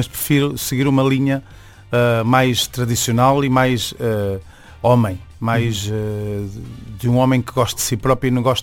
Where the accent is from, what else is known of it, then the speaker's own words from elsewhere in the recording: Venezuela; accent: Venezuelan; Venezuelano.